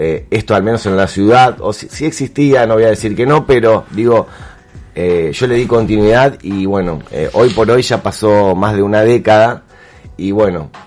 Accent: Santa Fe, Argentina; como argentinos y como santafesinos.

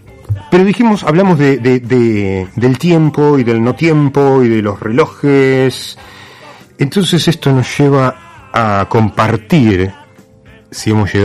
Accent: Argentina; porque ante todo somos argentinos

